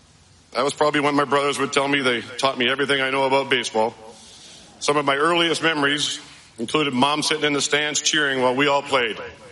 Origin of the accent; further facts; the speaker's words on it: Maple Ridge, British Columbia, Canada; born there; I was born in Maple Ridge, British Columbia. Like many Canadians, it's almost a given that as you age, you're going to play hockey.